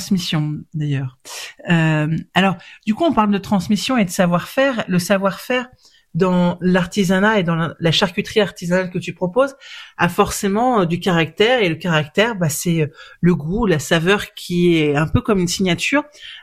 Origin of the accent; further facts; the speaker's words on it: Brittany, France; je te pose cette question en tant que bretonne